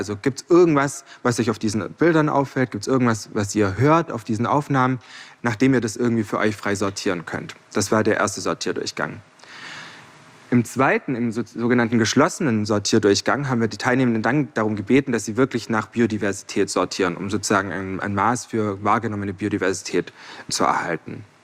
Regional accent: Baden-Württemberg, Germany; moved away; ich bin auf der Schwäbischen Alb groß geworden.

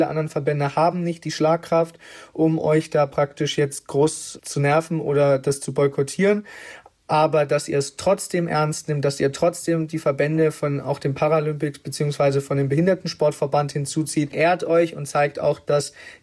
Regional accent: Erlangen, Bavaria, Germany

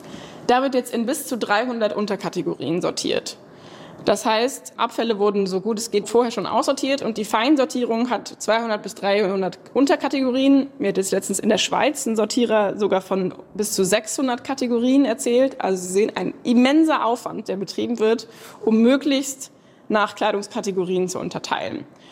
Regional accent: North Rhine-Westphalia, Germany; Ich bin aus NRW

